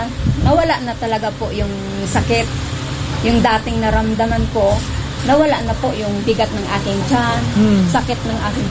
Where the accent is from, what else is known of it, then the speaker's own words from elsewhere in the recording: Mansalay, Mimaropa, Philippines; Taga Oring. … na taga Oring, Santa Maria, Mansalay.